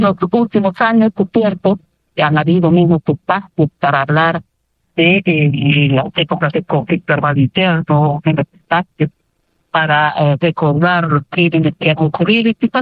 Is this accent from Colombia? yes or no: no; Peru; No son temas ajenos a nosotros como personas, como peruanos y peruanas.